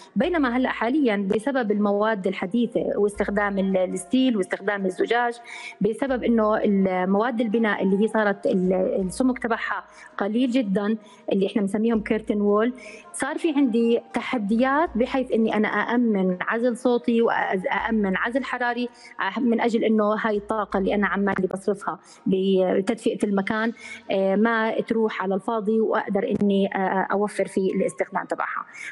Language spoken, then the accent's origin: Arabic; Jordan; احنا عندنا بالاردن